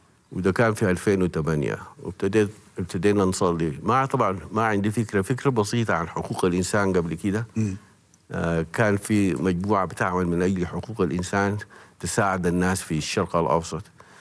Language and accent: Arabic; Sudan; نحن عندنا في السودان